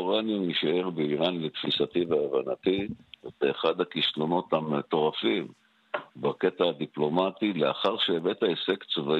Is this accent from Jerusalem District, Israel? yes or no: yes; Jerusalem, Jerusalem District, Israel; אני זוכר את התקופה, אני ירושלמי, שהתפוצצו פה אוטובוסים